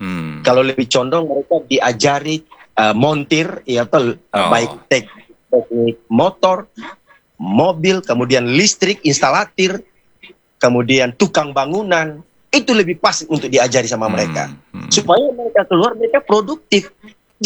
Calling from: Bitung, North Sulawesi, Indonesia; Saya Pak … dari Kota Bitung.

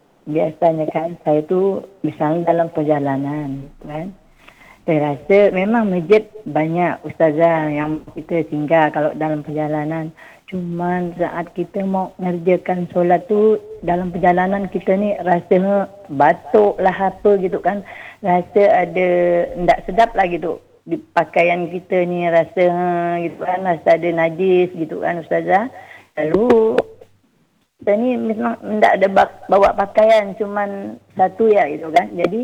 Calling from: Bakau, Indonesia; Dari Bakau.

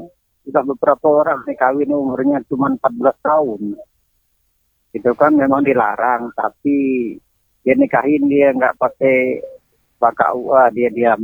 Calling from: East Lombok, West Nusa Tenggara, Indonesia; Di Lenek Baru

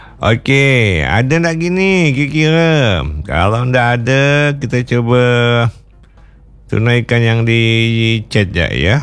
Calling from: North Kalimantan, Indonesia; kami dari Kalimantan Utara request lagu

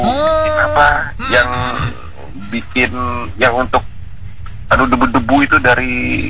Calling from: East Kalimantan, Indonesia; Di Kutai Kartanegara ini

